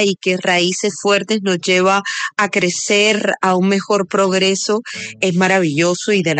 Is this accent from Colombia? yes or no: yes; Barranquilla, Atlántico, Colombia; además en mi tierra, en Barranquilla, imagínate.